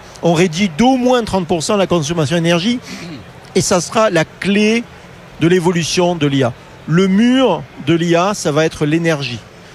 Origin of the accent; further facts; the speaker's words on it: France; c'est pas parce que je suis français que je le dis